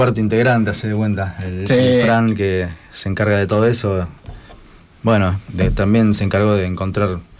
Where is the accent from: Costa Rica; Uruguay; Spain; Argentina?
Argentina; por lo menos si soy argentino, es parte del ADN.